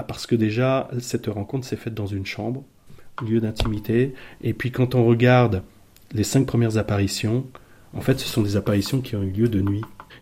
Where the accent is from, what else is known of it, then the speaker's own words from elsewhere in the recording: Brittany, France; moved away as an adult; now in Berry, France; je suis un breton qui est en train de se faire adopter dans le Berry.